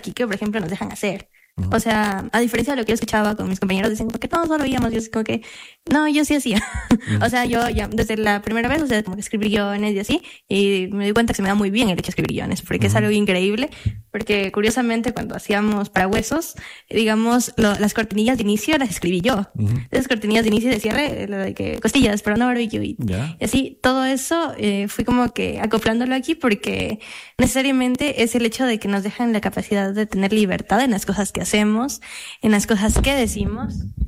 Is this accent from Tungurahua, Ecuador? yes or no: no; Loja, Ecuador; Julia es de Quito. Ya. Yo soy de Loja.